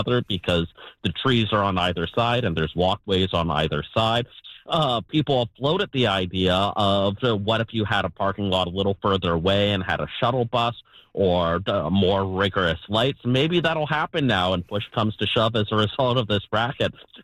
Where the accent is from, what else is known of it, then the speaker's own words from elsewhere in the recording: Victoria, British Columbia, Canada; I grew up in Victorian, so the summertime vacations to Tofino